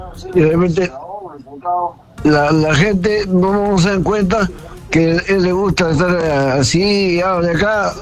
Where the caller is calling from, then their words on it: San Juan de Lurigancho, Lima, Peru; De San Juan de Urigancho